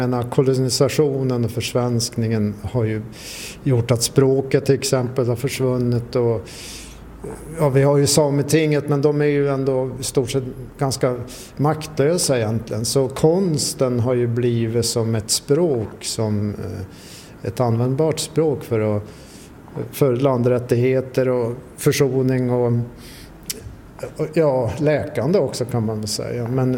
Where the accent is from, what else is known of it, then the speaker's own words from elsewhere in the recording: Tärnaby, Västerbotten County, Sweden; Ja, jag kommer ju från Tärnaby och är same.